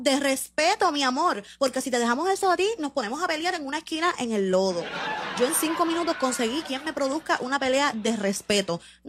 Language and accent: Spanish; Puerto Rico; Yo soy boricua